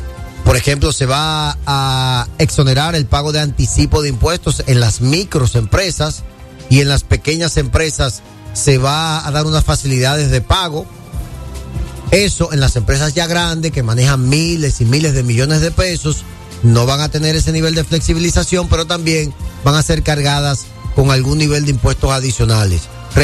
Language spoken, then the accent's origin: Spanish; Dominican Republic; somos todos dominicanos